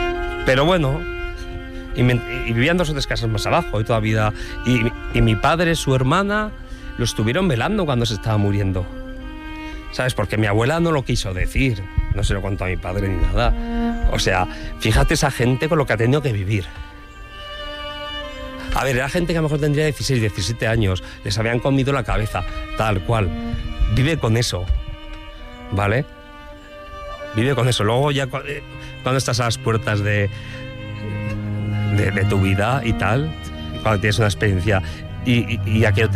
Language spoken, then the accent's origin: Spanish; Belchite, Aragon, Spain; soy de aquí de Belchite. me he encontrado gratamente con Manolo, de casualidad, y aquí estoy. Yo soy de aquí, natural de Belchite.